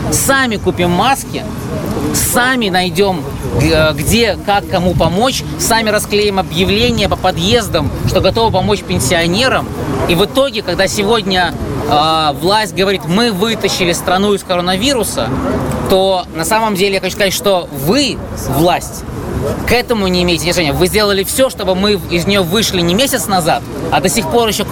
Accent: Belarus; даже для Беларуси, а мы, белорусы, все-таки не избалованные демократией, да

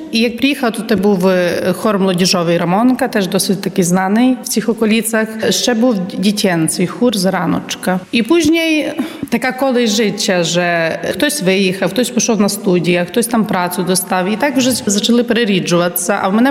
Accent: Rivne, Rivne Oblast, Ukraine; moved away as an adult; Я сама походжу родом з України, з міста Рувне. Ну і вже тут зараз осінню буде 18 літ, як живу в Лущинці.

